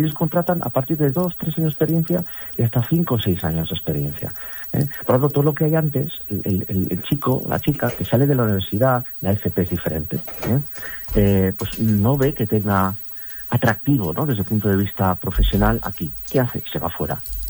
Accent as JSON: {"language": "Spanish", "region": "Asturias", "country": "Spain", "moved": "yes", "said": "yo soy asturiano, aunque llevo ya 20 años fuera"}